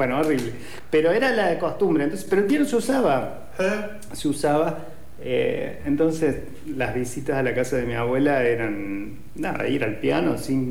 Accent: Villa María, Córdoba, Argentina; yo nací en Villa María, que es un poco el centro de la provincia de Córdoba.

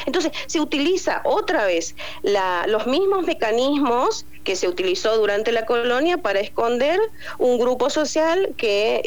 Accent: Argentina; todos y todas como pueblo argentino

